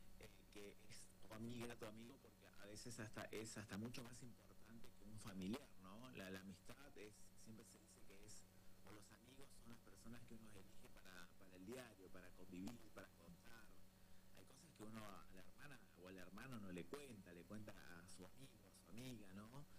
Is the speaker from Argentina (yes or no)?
yes; Villa Manzano, Río Negro, Argentina; moved away; mi pueblo, que es Villa Manzano